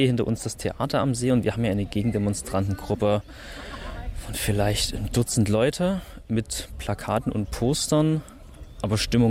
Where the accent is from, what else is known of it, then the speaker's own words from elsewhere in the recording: Saxony, Germany; Ich komme aus der Ecke um Zwickau